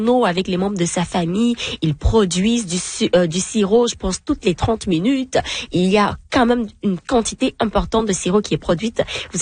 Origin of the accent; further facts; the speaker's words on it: Cameroon; moved away; je viens du Cameroun, vous le savez, et nous, on connaît pas le sirop d'érable.